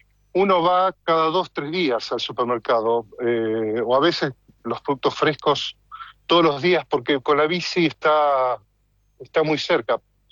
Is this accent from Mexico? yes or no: no; Argentina; now in North Holland, Netherlands; nuestro estilo de vida argentino, pero acá es muy normal. Es muy normal el neerlandés o el holandés. Yo vivo en Holanda.